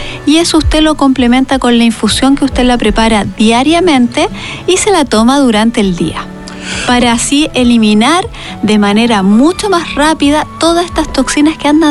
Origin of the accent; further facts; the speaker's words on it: Valparaíso, Chile; born there; usted, doctor, sabe que yo soy porteña.